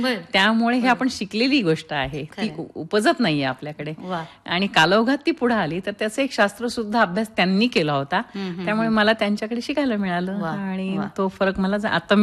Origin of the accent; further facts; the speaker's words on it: Latur, Maharashtra, India; moved away as an adult; also born or lived in Aurangabad / Mumbai / Goa / Satara; माझं सगळं बालपण लातूरला गेलं, मराठवाड्यात. पोस्ट ग्रॅज्युएशन मी औरंगाबादला केलं आणि करिअर सगळं मुंबईत केलं. पण मधल्या काळात आमच्या पोस्टिंग वेगवेगळ्या ठिकाणी होत गेल्या. काही काळ आम्ही गोव्यात होतो, काही काळ साताऱ्याला होतो, काही काळ पुण्यात होतो